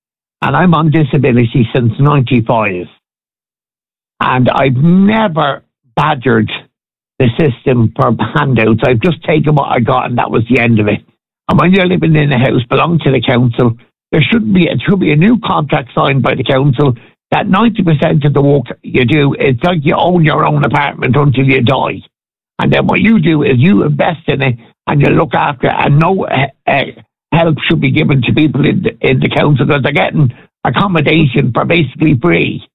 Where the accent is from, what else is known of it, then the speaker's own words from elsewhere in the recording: Dublin, Leinster, Ireland; moved away; I was born in Dolphins Bar